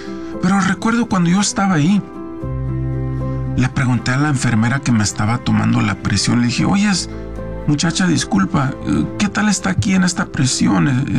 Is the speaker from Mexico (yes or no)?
yes; Mexico; moved away; estamos los mexicanos